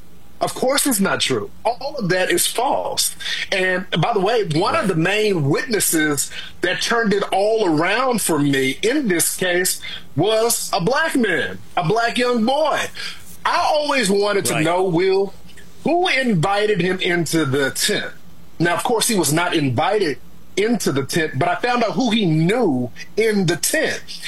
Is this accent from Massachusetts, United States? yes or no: no; Dallas, Texas, United States; I'm from Dallas